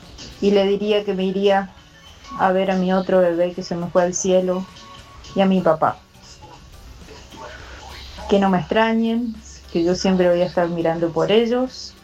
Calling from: Reconquista, Santa Fe, Argentina; Lo estoy viendo de Reconquista, Santa Fe.

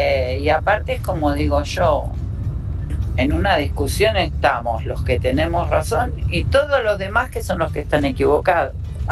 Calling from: Castelar, Buenos Aires Province, Argentina; de Castelar.

